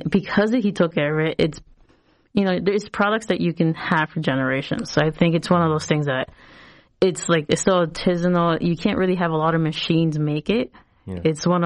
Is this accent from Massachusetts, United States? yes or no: yes; Boston, Massachusetts, United States; inspiration came from growing up in East Boston and being one of the first Latin families within the mm-hmm. Italian community.